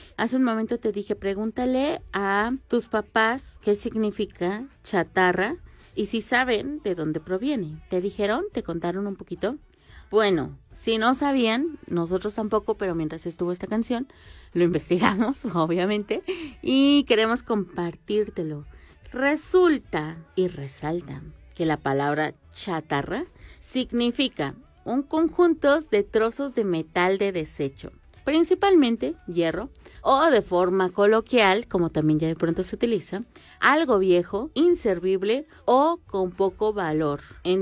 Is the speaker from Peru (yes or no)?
no; Mexico; luego pasó a nosotros que somos mexicanos.